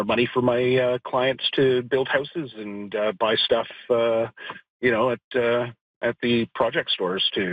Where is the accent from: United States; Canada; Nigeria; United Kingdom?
Canada; And as an English-speaking Canadian, even though I have a French name and je parle français